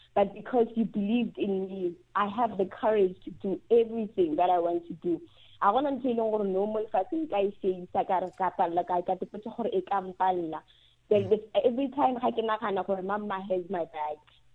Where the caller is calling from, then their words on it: Johannesburg, Gauteng, South Africa; I'm calling from Joburg.